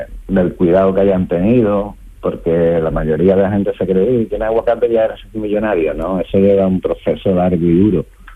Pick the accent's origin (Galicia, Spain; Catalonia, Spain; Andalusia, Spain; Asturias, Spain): Andalusia, Spain; San Fernando; porque yo soy de San Fernando, Cabri, donde era … las tortillitas de camarones